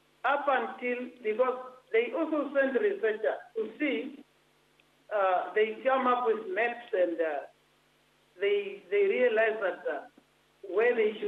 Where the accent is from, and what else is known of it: Central Namibia, Namibia